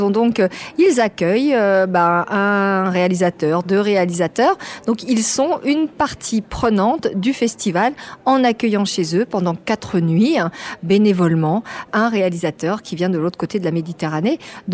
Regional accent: France; je suis française, même si mon ADN est aussi algérien.

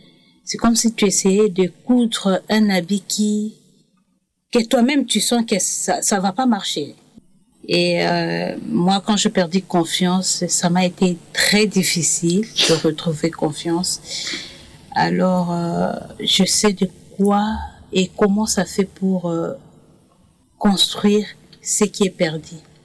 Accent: Cameroon; moved away; Je suis camerounaise.

